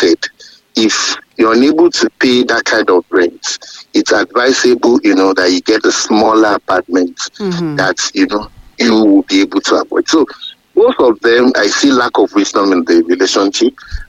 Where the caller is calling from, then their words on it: Ibadan, Oyo, Nigeria; I'm calling you from Ibadan.